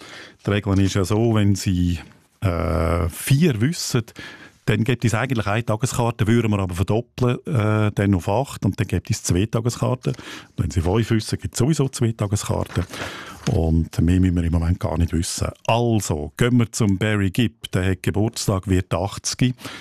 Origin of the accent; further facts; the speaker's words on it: Aargau, Switzerland; Wir sind ja beide Aargauer.